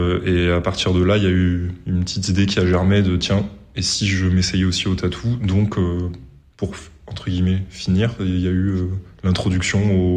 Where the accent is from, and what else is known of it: Montpellier, Occitanie, France; born or raised there